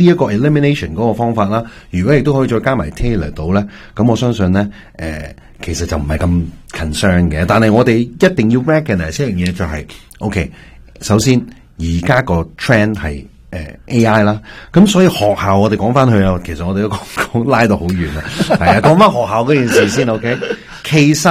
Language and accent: Cantonese; China; 但系我哋中国人嘅文化唔系喎